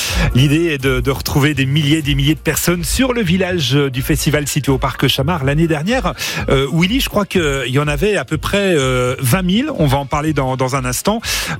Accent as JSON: {"language": "French", "region": "Bourgogne-Franche-Comté", "country": "France", "said": "ce terrain de jeu incroyable qu'est la Franche-Comté, chez nous en Franche-Comté."}